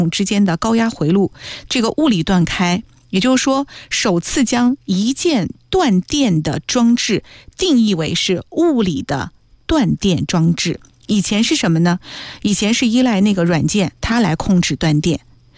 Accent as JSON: {"language": "Chinese", "town": "Nanjing", "region": "Jiangsu", "country": "China", "said": "我们南京人"}